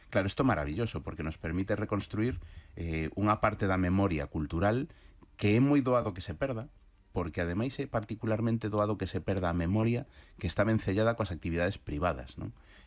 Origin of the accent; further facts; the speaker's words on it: A Coruña, Galicia, Spain; Eu como coruñés de neno paseaba moito polo porto.